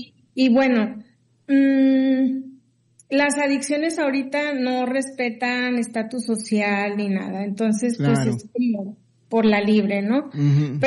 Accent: San Nicolás de los Garza, Nuevo León, Mexico; Mi familia, pues crecimos en San Nicolás, okay. Después nos cambiamos por el Poniente

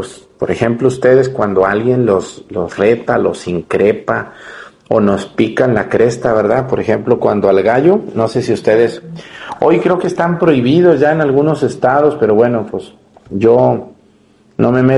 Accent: Mexticacán, Jalisco, Mexico; moved away; dice la canción, y el padre Arturo también es de un rancho. De hecho, mi pueblo, Mestigacán, cuando vayan van a ver que es un pueblito, casi un ranchito. Entonces yo crecí entre pollos, gallinas, vacas, burros, mulas, yeguas, de todo

